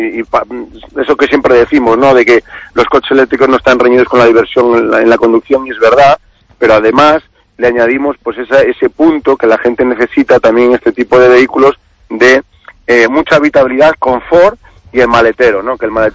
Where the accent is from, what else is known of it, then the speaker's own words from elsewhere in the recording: Galicia, Spain; Por supuesto. Yo como gallego...